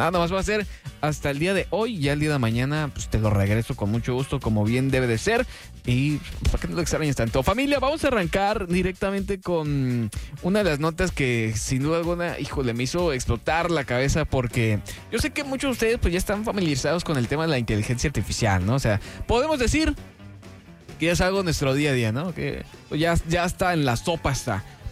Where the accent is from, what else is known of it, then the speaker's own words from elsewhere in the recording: Honduras; Y uno como hondureño pues puede sentirse orgulloso de ahora sí que ver su país representado en una película animada